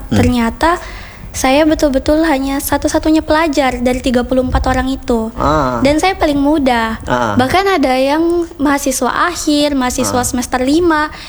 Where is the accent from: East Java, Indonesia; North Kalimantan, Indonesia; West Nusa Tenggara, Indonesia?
North Kalimantan, Indonesia; Nunukan; born or raised there